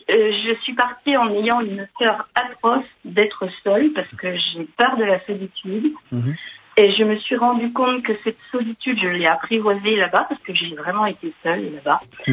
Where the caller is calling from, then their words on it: Grand Est, France; Alors j'appelle des Vosges.